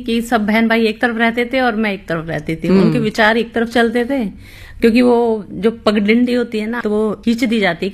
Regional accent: Samaspur Jagir, Delhi, India; मैं दिल्ली के गांव से हूँ जिसका नाम है समसपुर जागीर, वो चौहानों का गाँव है।

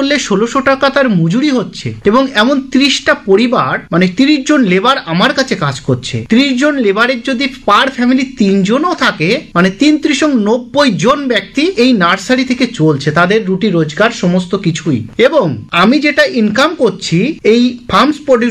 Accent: Kashtodanga, West Bengal, India; আমার গ্রাম কাষ্টডাঙ্গা, police station Haringhata, district Nadia

